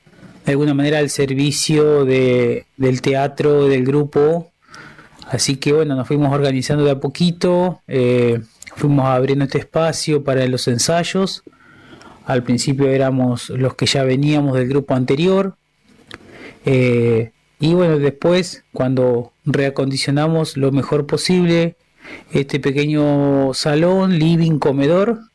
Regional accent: Santa Elena, Entre Ríos, Argentina; de Santa Elena, Entre Ríos.

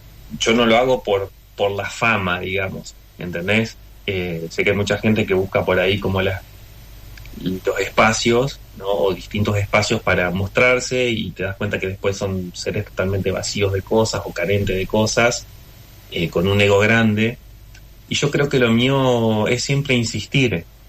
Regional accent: Paraná, Entre Ríos, Argentina; soy el único de Paraná que se enteró

